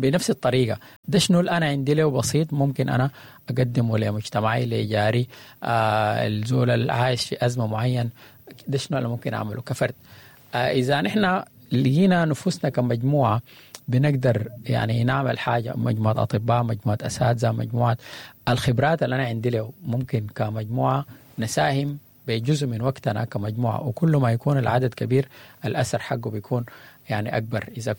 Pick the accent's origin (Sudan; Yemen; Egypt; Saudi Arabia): Sudan; نحن يعني سودانيين ومجتمع سوداني